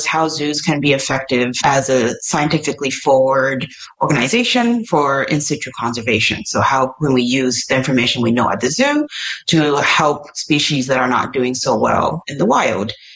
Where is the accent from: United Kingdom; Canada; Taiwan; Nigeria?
Taiwan; English is a second language; now in Tennessee, United States; I grew up in Taiwan. I am a behavior ecologist and conservation biologist. I have kind of lived, studied, all over the place.